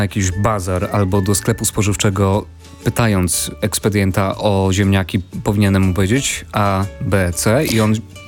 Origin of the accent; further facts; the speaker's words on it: Rzeszów, Subcarpathian Voivodeship, Poland; Jest Podkarpacie, środek, Rzeszów, 200-tysięczne miasto bez ziemi